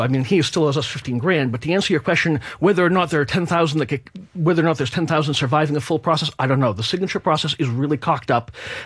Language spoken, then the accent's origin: English; Linfield, United States; So I'm born and raised in Linfield. I grew up here.